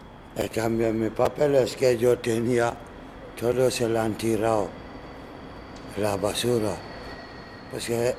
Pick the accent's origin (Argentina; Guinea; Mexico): Guinea; Spanish is a second language; moved away as an adult; now in Spain; Soy de Guinea, Conakry.